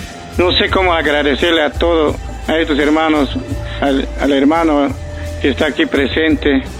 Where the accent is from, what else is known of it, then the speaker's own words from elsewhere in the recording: Hidalgo, Mexico; moved away; la gente de mi pueblo, de Suma, de Hidalgo